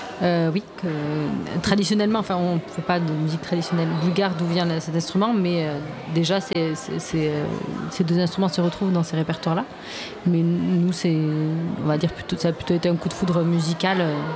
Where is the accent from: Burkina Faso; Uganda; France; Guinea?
France; Nouvelle-Aquitaine; moi je suis originaire du Pays Basque, donc j'ai commencé d'ailleurs l'accordéon autour du répertoire populaire plutôt de par là-bas.